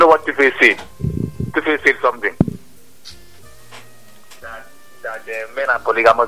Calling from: Calabar, Cross River, Nigeria; I'm coming from Calabar.

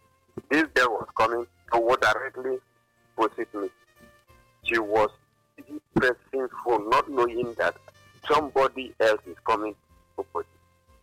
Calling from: Nigeria; I'm calling from Atapa.

